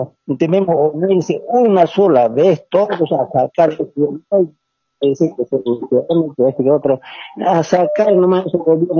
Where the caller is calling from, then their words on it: Montero, Santa Cruz, Bolivia; de acá de Montero, municipio San Pedro, distrito 7 de San Juan de Piraí.